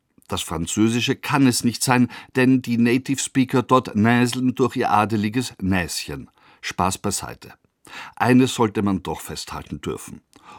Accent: Austria; born there; also born or lived in Paris; als gebürtiger Österreicher fühle ich mich persönlich überhaupt nicht von Deutschland, Frankreich oder Italien unterdrückt.

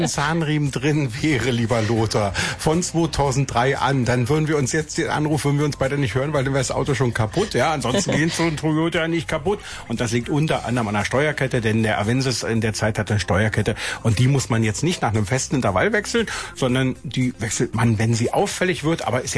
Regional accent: Berlin, Germany; Als Berliner ist man da so ein bisschen so, hui, was ist denn hier los?

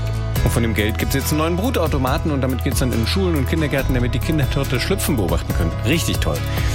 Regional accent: Essen, North Rhine-Westphalia, Germany; in euren Vereinen bei uns zu Hause in Essen

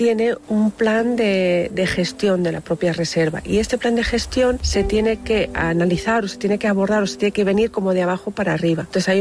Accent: Catalonia, Spain; Soy aranesa, soy de Casachín de Betren.

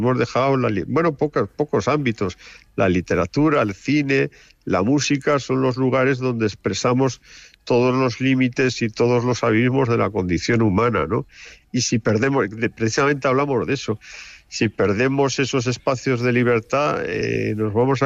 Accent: Barbastro, Aragon, Spain; Barbastro

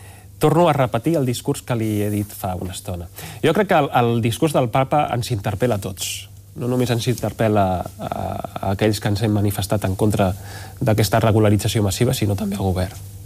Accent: Badalona, Catalonia, Spain; vostè sap que jo sóc de Badalona

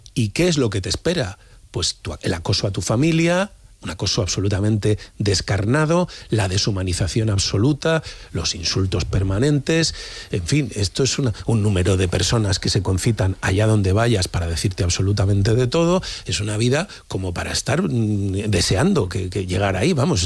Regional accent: Valladolid, Castile and León, Spain; Yo era feliz como alcalde de Valladolid

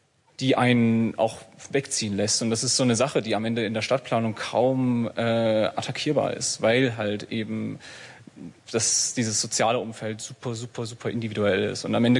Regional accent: Leipzig, Saxony, Germany; da ich Leipziger bin. Also ich wurde in Leipzig geboren, ich bin dort aufgewachsen.

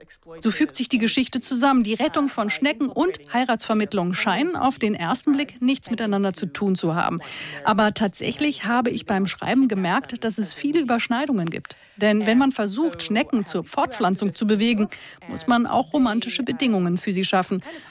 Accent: Ukraine; Immer wieder sind mir als Ukrainerin im Westen diese stereotypen Vorstellungen darüber begegnet, wie ich aussehen sollte als ukrainische Frau oder wie ich mich verhalten sollte.

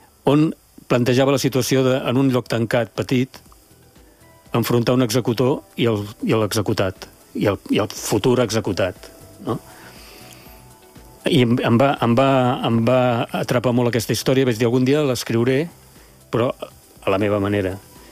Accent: Catalonia, Spain; És a dir, dic Lleida perquè som catalans, no?

